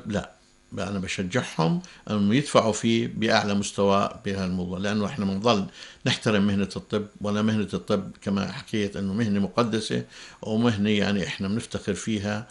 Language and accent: Arabic; Jordan; وعندنا في الأردن